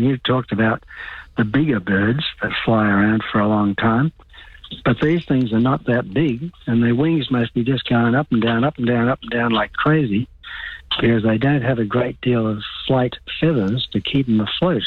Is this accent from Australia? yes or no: yes; Queensland, Australia; When I grew up in Queensland